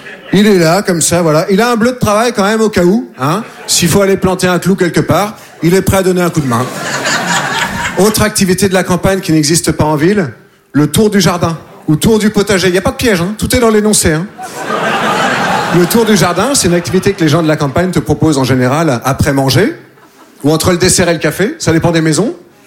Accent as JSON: {"language": "French", "region": "Nouvelle-Aquitaine", "country": "France"}